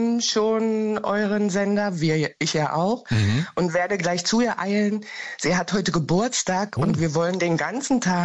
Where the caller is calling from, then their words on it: East Germany, Germany; ich bin aus dem Osten